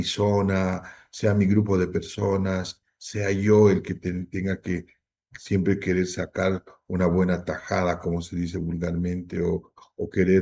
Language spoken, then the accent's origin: Spanish; Bolivia; si no nos unimos como bolivianos